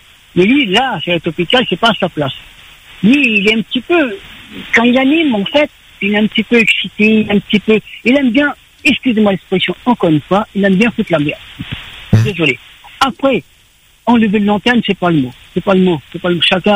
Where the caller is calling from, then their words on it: Normandy, France; J'appelle de la Normandie.